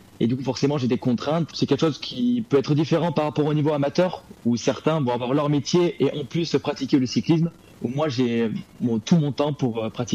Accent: La Ciotat, Provence-Alpes-Côte d'Azur, France; now in Marseille, France; j'ai commencé le vélo à 8 ans, chez moi à La Ciotat, dans le sud, dans mon club de vélo de ma ville.

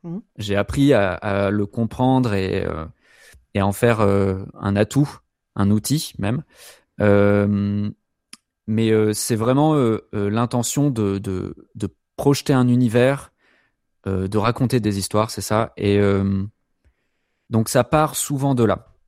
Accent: Montpellier, Occitanie, France; Donc … et moi, on est de Montpellier.

